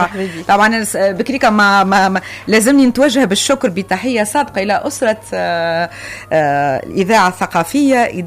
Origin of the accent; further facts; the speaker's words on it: Tunisia; لكن انا تونسيه بغداد وزادة هي في دمي ونصف ملامحي